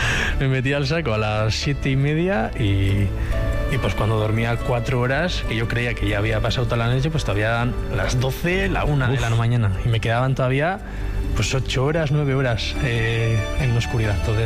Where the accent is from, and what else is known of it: San Sebastián, Basque Country, Spain